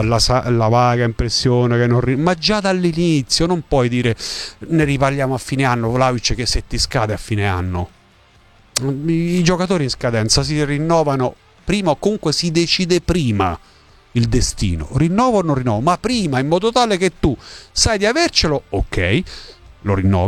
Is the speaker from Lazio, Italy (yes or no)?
no; Abruzzo, Italy; Nessuna società credo lo faccia, nemmeno quelle del mio paese in Abruzzo, che è la prima categoria.